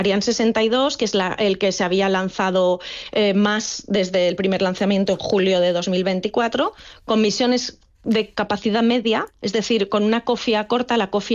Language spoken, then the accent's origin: Spanish; Valencian Community, Spain; yo soy valenciana